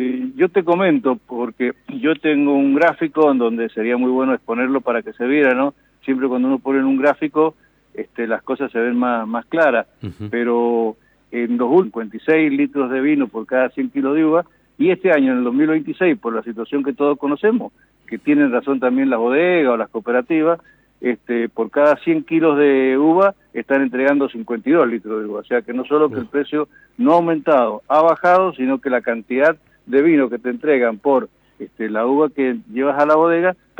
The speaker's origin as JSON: {"language": "Spanish", "town": "Guaymallén", "region": "Mendoza", "country": "Argentina", "said": "cuando vengo de mi departamento de Guaymallén hacia Junín"}